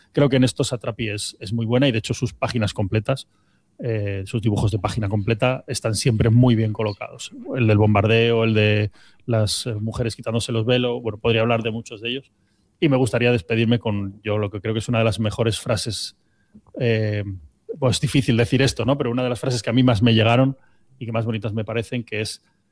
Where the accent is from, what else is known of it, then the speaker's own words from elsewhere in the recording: Asturias, Spain; Todos nos debería sonar como poco, como asturianos